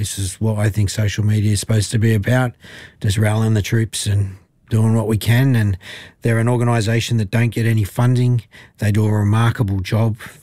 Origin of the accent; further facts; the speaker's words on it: New South Wales, Australia; Oh, it was beautiful. I'm from New South Wales.